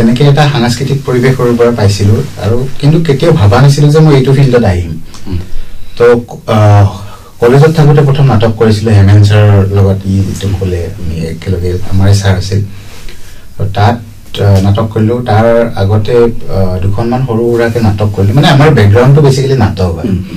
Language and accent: Assamese; Tihu, Assam, India; তো মোৰ ঘৰ টিহুৰ, টিহুৰ আমাৰ পাকা মোৰ গাঁওখনৰ নাম, মোৰ গাঁও এখন নদী নৈপৰীয়া গাঁও এখন।